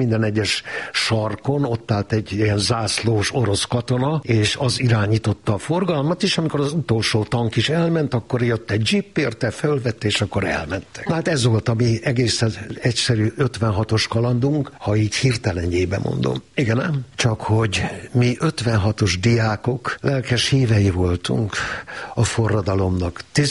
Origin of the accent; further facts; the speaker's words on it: Kunmadaras, Jász-Nagykun-Szolnok, Hungary; moved away as an adult; also born or lived in Debrecen / Karcag / Szeged; Én Kunmadarason nőttem fel, nyakas kunok lakják, csak úgy, mint Kunhegyesen, és onnan kerültem a karcagi gimnáziumba